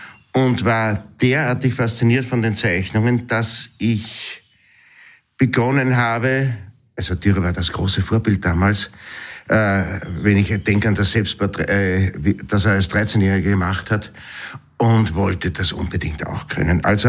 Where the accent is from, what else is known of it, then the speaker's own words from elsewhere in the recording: Gmunden, Upper Austria, Austria; born there; moved away as an adult; also born or lived in Schärding am Inn / Vienna; now in Burgenland, Austria; Ich wurde 1962 in Schärding am Inn geboren, also sehr weit weg vom Burgenland. War 9 Jahre Schärding, Volksschule und so weiter, dann eine Übersiedlung nach Gmunden, dort das Bundesgymnasium, Matura, und bin dann unmittelbar nach der Matura nach Wien gegangen